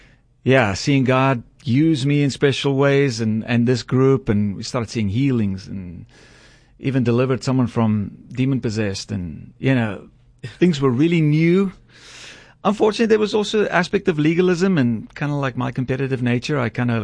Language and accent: English; Kirkwood, Eastern Cape, South Africa; moved away; So I grew up in South Africa in a small town called Kirkwood. It's about an hour away from Port Elizabeth.